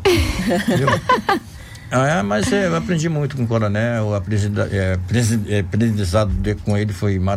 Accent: Rio de Janeiro, Brazil; born there; accent: carioca; also born or lived in Salvador, Bahia; quando nasci aqui em Salvador, fui pro Rio de Janeiro, né? Falo mais carioca do que baiano

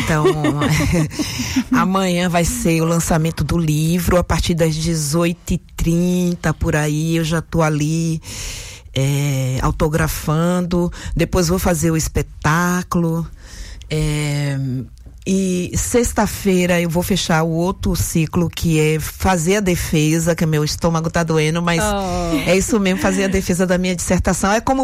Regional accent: Salvador, Bahia, Brazil; na Liberdade, onde eu nasci e cresci boa parte de minha vida, no Pelourinho, que foi onde eu me formei artista.

